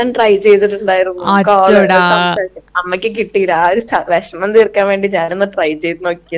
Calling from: Kanjikode, Kerala, India; ഞാൻ കഞ്ചിക്കോട്ട് നിന്നാണ്.

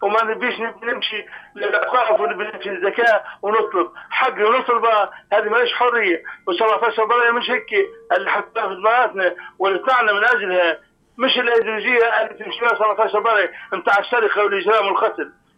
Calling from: Libya; أنا أخوك ليبي أبا عن جد باهي.

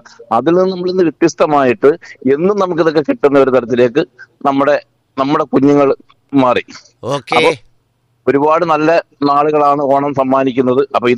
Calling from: Kerala, India; ശങ്കരാമൂല.

